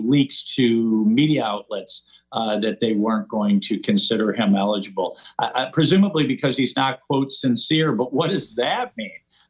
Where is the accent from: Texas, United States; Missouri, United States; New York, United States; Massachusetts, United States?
Missouri, United States; There was actually a case in, I'm from Missouri. There was a case in St. Louis at Busch Stadium